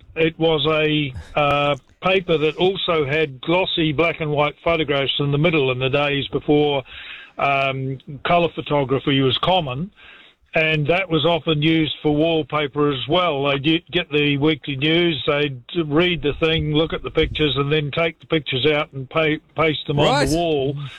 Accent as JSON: {"language": "English", "region": "West Coast", "country": "New Zealand", "tie": "born or raised there", "said": "I grew up on the West Coast back in the late 40s, early 50s"}